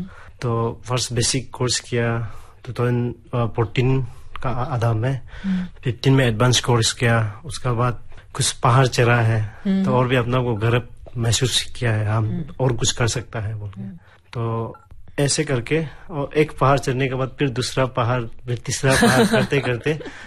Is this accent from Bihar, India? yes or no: no; Siang district, Arunachal Pradesh, India; also born or lived in Along; मैं सियांग, उस समय वो वेस्ट सियांग था, अभी सियांग डिस्ट्रिक्ट बन गया है। सियांग डिस्ट्रिक्ट जमलो मोंगकू विलेज से है। तो वहां से हम अपना क्लास 5 तक वहां पे पढ़ा है।